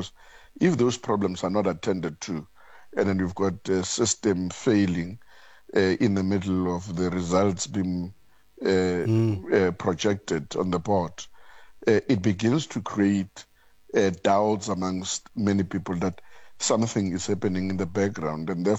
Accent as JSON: {"language": "English", "country": "South Africa"}